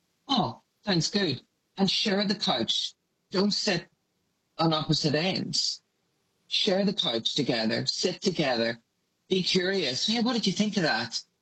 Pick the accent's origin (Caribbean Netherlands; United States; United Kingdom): United Kingdom; Northern Ireland; now in Australia; Maybe I grew up in Northern Ireland